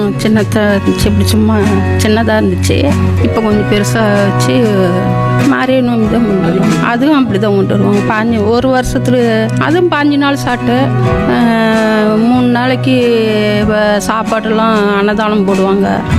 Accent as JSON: {"language": "Tamil", "area": "Pazhaya Soramangalam", "region": "Tamil Nadu", "country": "India", "tie": "born or raised there", "said": "நான் வந்து இங்க 52 வருஷமா நான் பிறந்து வளர்ந்து நான் அங்க உள்ள இருக்கிறேன். பெரிய தெருவுல இப்பதான் இங்க வந்து 15 வருஷம் ஆகுது. 5 மாசம் ஆகுது இங்க குடி வந்து."}